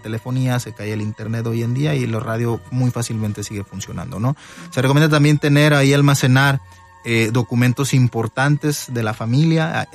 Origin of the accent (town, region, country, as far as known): Mexico